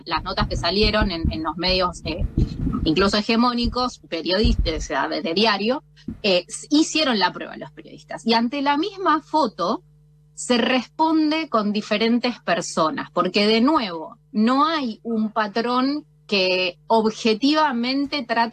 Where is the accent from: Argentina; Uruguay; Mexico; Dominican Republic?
Argentina; now in Epuyén, Argentina; que soy mujer, que soy una activista, que soy argentina